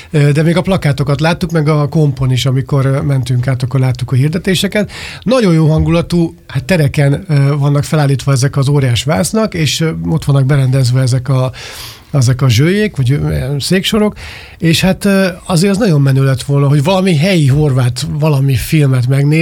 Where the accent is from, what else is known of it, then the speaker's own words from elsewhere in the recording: Hungary; Mi mint magyarok.